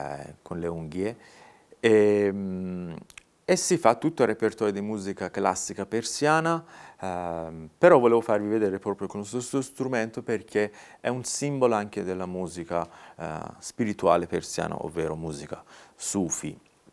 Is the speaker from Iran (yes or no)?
yes; Isfahan, Iran; Italian is a second language; moved away as an adult; now in Italy; io vengo da Isfahan o Esfahan, la mia città natale.